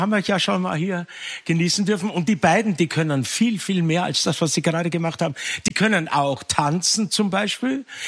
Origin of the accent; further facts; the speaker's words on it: Vienna, Austria; für mich als Wiener ist es schwierig.